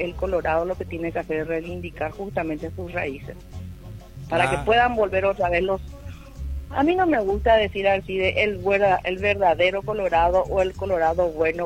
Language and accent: Spanish; Asunción, Paraguay; moved away; Yo crecí, yo provengo de la ciudad de Asunción, ¿verdad? Mis padres son de Asunción. Entonces mi papá era un colorado pero caudillo en el barrio Stroessner. Nosotros vivíamos en Asunción, en el barrio Presidente Stroessner. Hoy en día barrio 3 de noviembre.